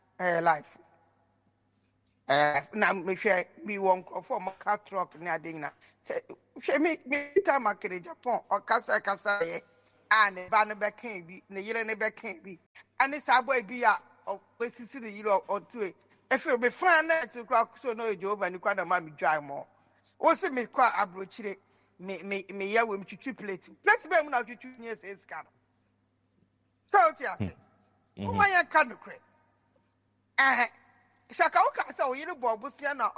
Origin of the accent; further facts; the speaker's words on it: Kumasi, Ashanti, Ghana; Also, wait, I'm from Kumasi, not bad name.